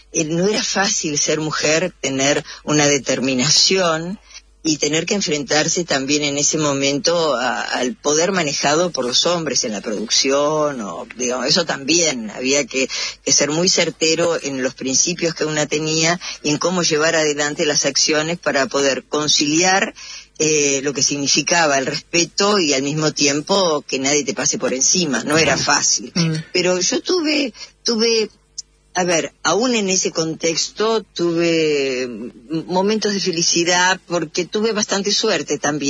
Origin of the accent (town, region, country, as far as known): Buenos Aires, Argentina; born or raised there